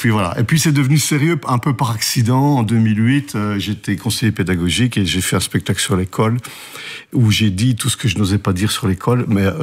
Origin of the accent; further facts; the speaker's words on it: Charleroi, Wallonia, Belgium; now in Carnières, Belgium; Je suis Carolo, mais j'habite dans la région du centre depuis 25 ans par amour. Donc j'ai émigré, j'ai fait 25 bornes, j'habite Carnières.